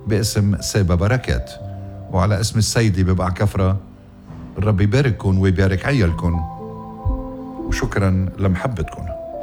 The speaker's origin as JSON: {"language": "Arabic", "country": "Lebanon", "said": "تحية لألك يا رياض ولمحبتك لوطننا لبنان المشترك."}